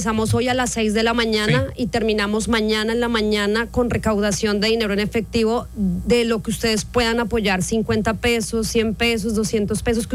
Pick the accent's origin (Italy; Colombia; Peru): Colombia; moved away as an adult; now in Mexico; Soy colombiana.